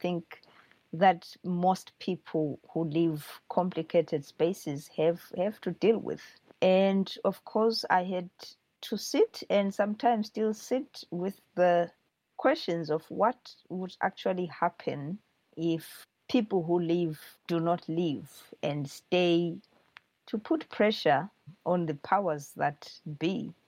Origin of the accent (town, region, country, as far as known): Zimbabwe; moved away